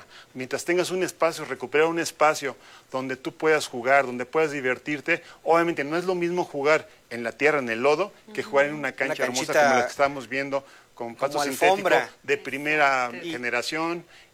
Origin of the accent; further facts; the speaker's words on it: Magdalena Contreras, Mexico City, Mexico; Soy de Magdalena Contreras, y eran canchas de tierra, inclusive en una portería había una piedra que salía así más o menos de la portería